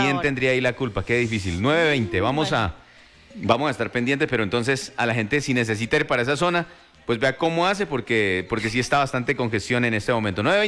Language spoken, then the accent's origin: Spanish; Pasto, Nariño, Colombia; lo que somos nosotros. O sea, Nariño, Pasto, toda esta región.